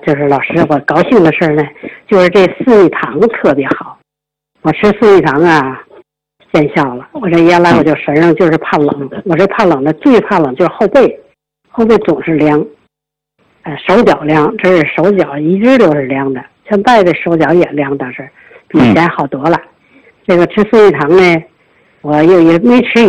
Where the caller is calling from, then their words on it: Beijing, China; 我是北京市平谷区一个学员。